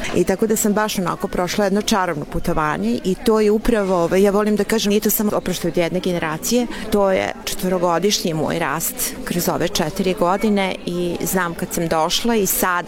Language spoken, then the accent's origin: Serbian; Serbia; moved away as an adult; sa 31-2 sam došla iz Srbije